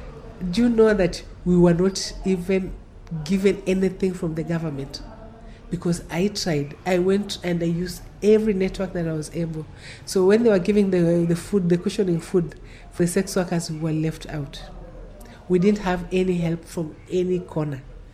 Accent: Kilifi, Kilifi County, Kenya; I come from Kilifi. You know, I cannot travel to Kilifi.

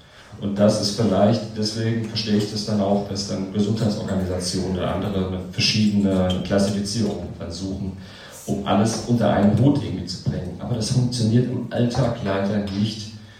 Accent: Worms, Rhineland-Palatinate, Germany; Als Inklusionsbeauftragter meiner Heimatstadt Worms kann ich euch das sagen

